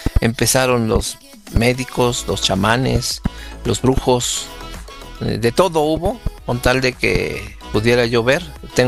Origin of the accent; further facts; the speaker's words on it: Córdoba, Veracruz, Mexico; born there; Nací en Córdoba, en la ciudad de Córdoba, Veracruz, hace 55 años ya.